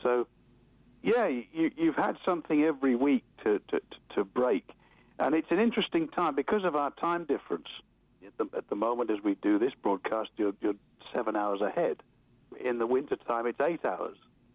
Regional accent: England, United Kingdom; You know, I'm from England. It's a national game.

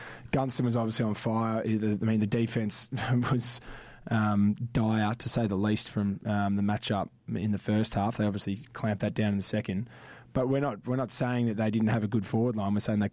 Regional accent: Victoria, Australia; moved away; growing up in Victoria, can't even really remember seeing more than one Freo game on TV over there

